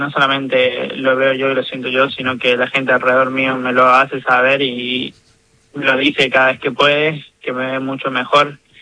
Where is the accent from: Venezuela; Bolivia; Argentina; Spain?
Argentina; Córdoba; Yo soy de Estación Ferreira, que es una cuadrita que está al lado de Barrio Ituzaingó, pero mi barrio es solamente una cuadra.